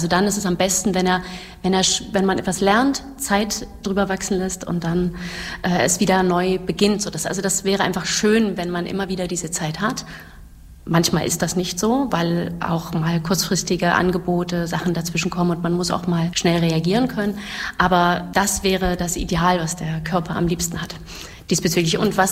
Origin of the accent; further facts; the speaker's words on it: Berlin, Germany; also born or lived in Weimar; now in Halle, Germany; bin ich gebürtige Hallenserin, weil ich eben, wie schon gesagt, hier im Kröllwitzer Krankenhaus geboren wurde, war aber dann eine ganze Weile nicht hier, weil ich in Berlin dann weiterhin groß geworden bin, studiert habe und mich der Zufall nach Halle zurückgebracht hat.